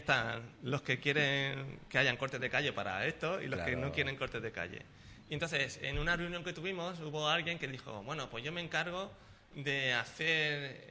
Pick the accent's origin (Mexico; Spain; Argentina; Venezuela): Spain; Sanlúcar, Andalusia; Porque si hay una subvención para todo Sanlúcar, nosotros somos de Sanlúcar.